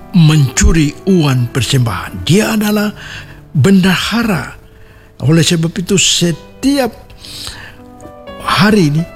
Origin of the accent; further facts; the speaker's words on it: Papua, Indonesia; Jadi perkataan ini juga pasti dikatakan oleh Yahweh Nusiado kepada kita orang Papua